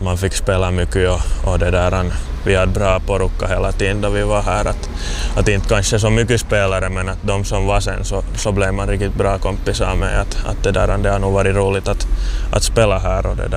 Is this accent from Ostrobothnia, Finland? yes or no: no; Loviisa, Uusimaa, Finland; här har jag vuxit upp och här är nog bra minnen som liten